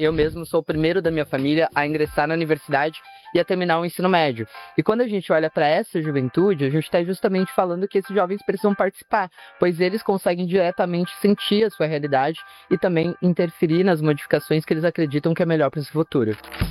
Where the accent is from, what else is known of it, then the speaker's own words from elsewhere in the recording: Praia Grande, São Paulo, Brazil; Sou lá da cidade de Praia Grande, onde eu comecei a atuar, assim mesmo, com política pública, né?